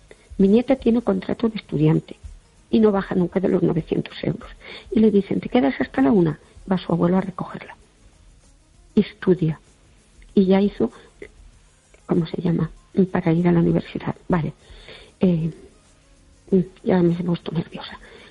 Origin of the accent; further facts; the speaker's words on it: Spain; tengo derecho, soy española.